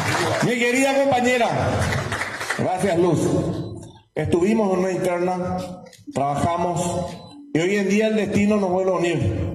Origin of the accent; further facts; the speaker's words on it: Carapeguá, Paraguarí, Paraguay; Porque mi pueblo es exigente y yo como intendente le voy a volver más exigente al carapegüeño para con la clase política.